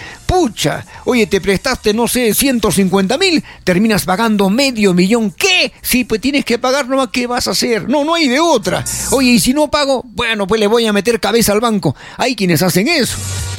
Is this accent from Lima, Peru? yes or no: no; Arequipa, Peru; Todo el mundo somos arequipeños